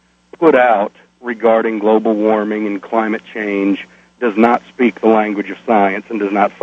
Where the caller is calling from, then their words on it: Arkansas, United States; in Arkansas.